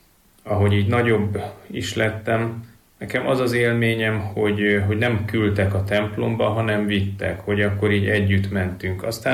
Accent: Siófok, Somogy, Hungary; born or raised there

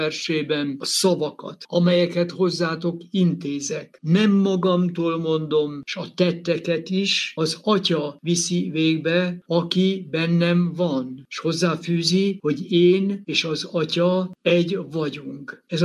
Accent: Hungary; Persze magyarként biztos, hogy elfogult is vagyok.

